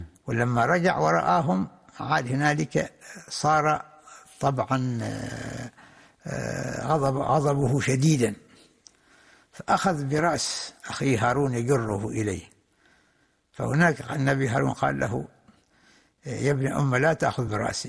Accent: Oman; وكم هنا عندنا في عمان حقيقة كم من نساء نسمع عنهن

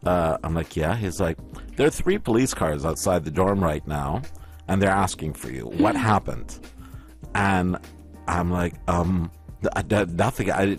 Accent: Oman; moved away as an adult; I'm from Oman. It's a country that's close to Dubai and stuff.

